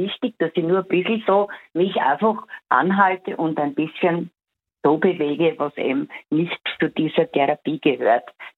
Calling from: Styria, Austria; Ja, grüß Gott. Ich bin aus der Steiermark.

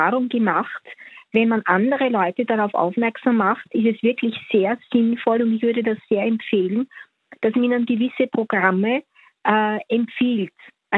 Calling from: Vienna, Austria; Ich rufe aus Wien an.

